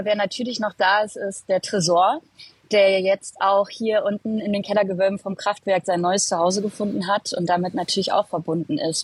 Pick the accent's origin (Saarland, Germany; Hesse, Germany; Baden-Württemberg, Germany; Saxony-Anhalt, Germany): Saxony-Anhalt, Germany; in der Kleinstadt in Sachsen-Anhalt, wo ich aufgewachsen bin, einen Club zu eröffnen in einem verlassenen Haus.